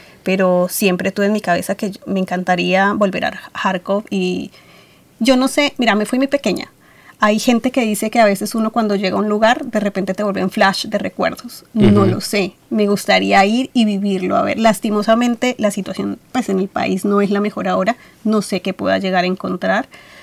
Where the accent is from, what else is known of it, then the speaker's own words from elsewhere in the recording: Cali, Valle del Cauca, Colombia; now in Australia; Entonces, yo vengo de Cali, que es 35 grados centígrados todo el año.